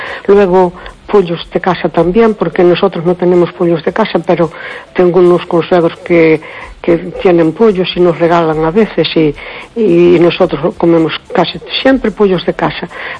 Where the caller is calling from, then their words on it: Cespón, Galicia, Spain; de Cespón.